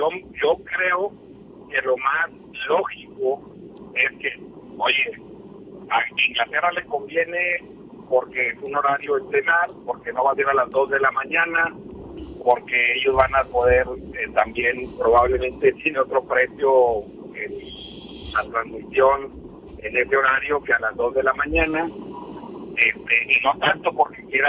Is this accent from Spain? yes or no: no; Mexico; A mí sí, aunque soy mexicano, creo que en el hipotético caso que México llegara a ganar